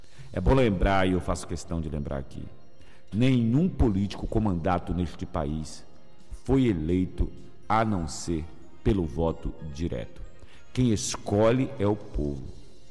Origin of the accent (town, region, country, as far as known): Brazil